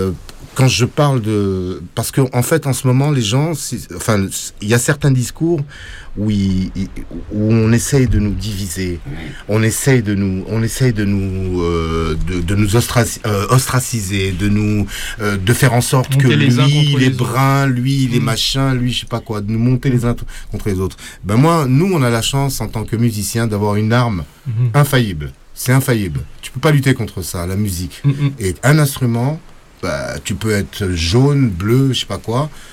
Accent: Senegal; also born or lived in Morocco; now in France; c'est le tama chez nous, au Sénégal.

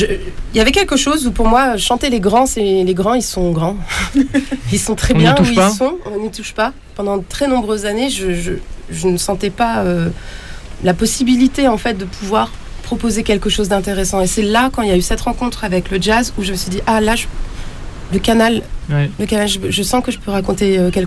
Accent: Paris, Île-de-France, France; moi, je suis parisienne du 17e, 18e arrondissement. J'ai été beaucoup serveuse et j'ai travaillé dans les bars de Montmartre.

